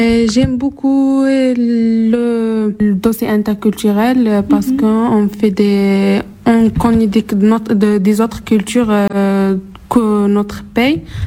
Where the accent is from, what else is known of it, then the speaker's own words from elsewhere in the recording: Rabat-Salé-Kénitra, Morocco; je suis marocain, je viens de la ville de Sidès, une petite ville de région de Kémiset, au cœur des montagnes d'Atlas.